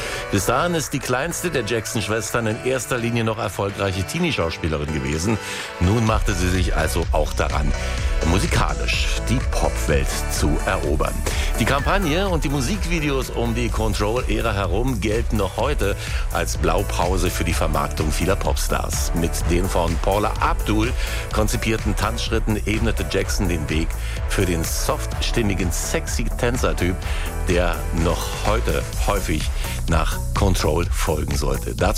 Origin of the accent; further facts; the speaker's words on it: East Germany, Germany; Und weil es ja bei uns im Osten damals so ein bisschen schwieriger war, an die Platten ranzukommen, haben wir ja immer vor dem Radio gesessen